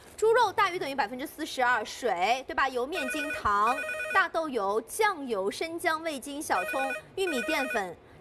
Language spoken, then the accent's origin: Chinese; Shanghai, China